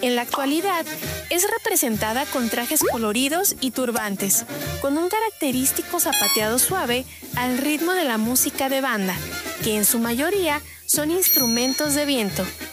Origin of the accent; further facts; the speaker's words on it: Michoacán, Mexico; En la cápsula de hoy hablaremos de una tradición michoacana que es un símbolo del sincretismo religioso y cultural en nuestro estado.